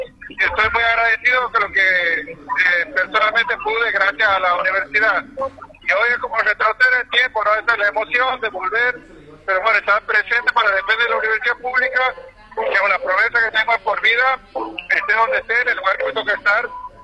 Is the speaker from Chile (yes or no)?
no; Argentina; podamos avanzar siempre como argentinos